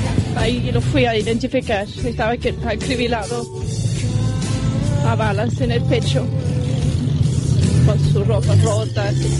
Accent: England, United Kingdom; now in Chile; yo soy ciudadana británica. Voy a volver un tiempo a Inglaterra.

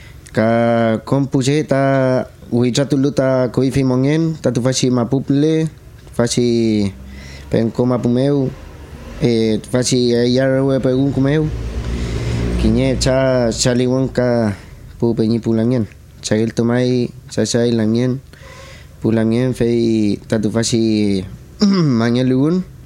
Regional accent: Penco, Biobío, Chile; born or raised there; also born or lived in Chiguayante

